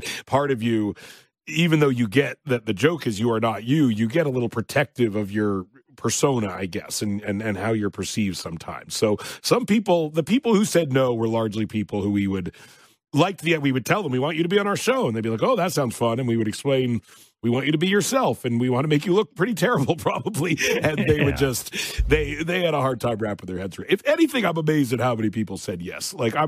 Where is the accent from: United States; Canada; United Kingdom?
Canada; As a Canadian, like, that was it.